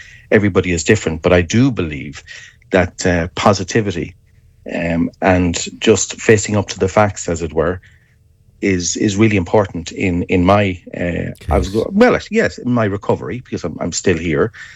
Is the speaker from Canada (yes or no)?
no; Charlestown, Connacht, Ireland; moved away as an adult; From Charlestown originally, but moved south a long time ago. I'm gone, I guess, about 35, 36 years now.